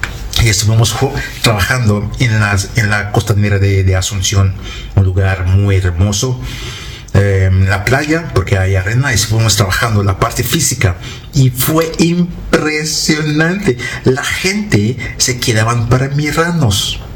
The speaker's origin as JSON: {"language": "Spanish", "country": "Cameroon", "lives_now": "Paraguay", "said": "Soy de Camerún, …. Y me siento bien en Paraguay."}